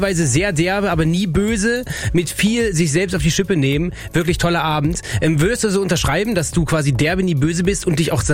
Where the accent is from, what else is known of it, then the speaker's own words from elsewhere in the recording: Düsseldorf, North Rhine-Westphalia, Germany; Wir kommen aus Düsseldorf, wir kennen das so ein bisschen, aber wir sind auch im Ruhrgebiet unterwegs.